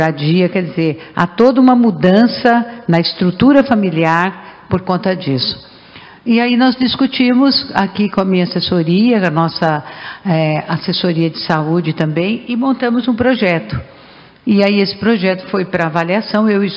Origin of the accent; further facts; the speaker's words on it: Catanduva, São Paulo, Brazil; eu sou de Catanduva